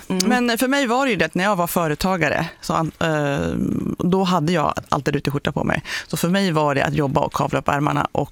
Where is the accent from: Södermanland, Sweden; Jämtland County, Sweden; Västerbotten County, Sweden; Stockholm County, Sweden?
Jämtland County, Sweden; Jag är uppväxt i Jämtland.